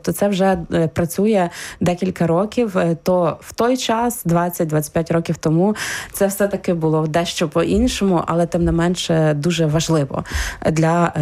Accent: Ternopil, Ternopil Oblast, Ukraine; І з перспективи невеликого осередка, так, я з Тернополя, філологічного факультету, це теж було так вау.

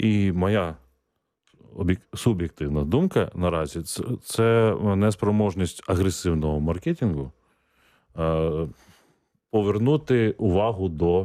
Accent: Odesa, Odesa Oblast, Ukraine; я от такий от я неправильний одесит, хоча я народився в Одесі

